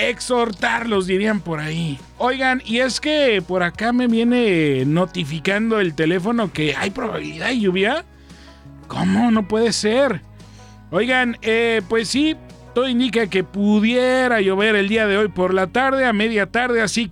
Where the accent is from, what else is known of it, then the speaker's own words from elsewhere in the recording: Mexico; Como mexicanos, todo siempre al último.